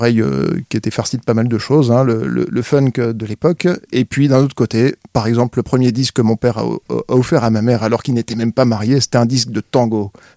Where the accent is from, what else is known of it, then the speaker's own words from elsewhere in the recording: Lusigny-sur-Barse, Grand Est, France; Et je vivais à l'époque à Lusigny-sur-Barse.